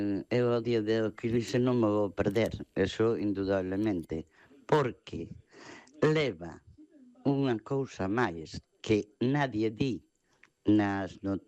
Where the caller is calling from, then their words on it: Ferrol, Galicia, Spain; de Ferrol.